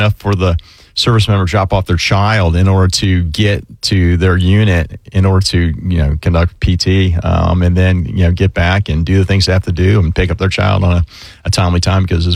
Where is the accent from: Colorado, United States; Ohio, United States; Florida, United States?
Florida, United States; Orange Park; born or raised there